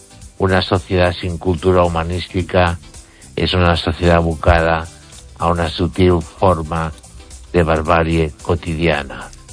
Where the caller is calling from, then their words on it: Ourense, Galicia, Spain; de Orense.